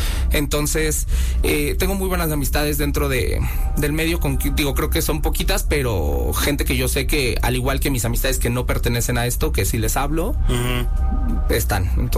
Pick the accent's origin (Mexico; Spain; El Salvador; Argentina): Mexico; San Cristóbal de las Casas, Chiapas; Yo viví en mi pueblo, Delhi, allá en San Cristóbal de las Casas.